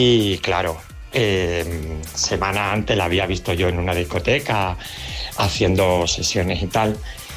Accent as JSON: {"language": "Spanish", "town": "Málaga", "region": "Andalusia", "country": "Spain", "said": "Y claro, hablando así el tono de nosotros, digo, uy, pero si tú eres de Málaga."}